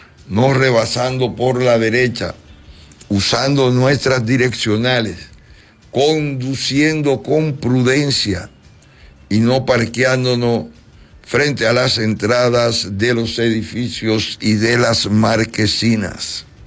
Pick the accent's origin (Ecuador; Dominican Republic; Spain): Dominican Republic